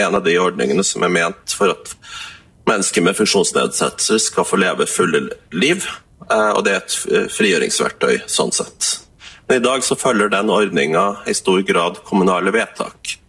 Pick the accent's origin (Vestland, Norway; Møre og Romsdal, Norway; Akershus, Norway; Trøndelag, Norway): Trøndelag, Norway; now in Finnmark, Norway; Jeg vokste opp i Trøndelag